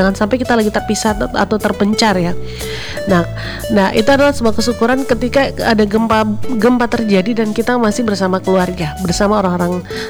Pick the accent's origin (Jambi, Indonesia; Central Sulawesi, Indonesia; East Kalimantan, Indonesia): Central Sulawesi, Indonesia; Palu; kita orang Palu